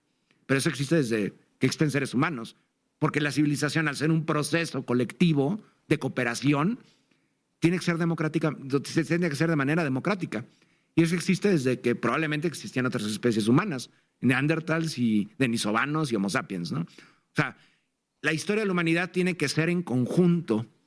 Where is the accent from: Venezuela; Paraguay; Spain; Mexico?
Mexico; Yo como mexicano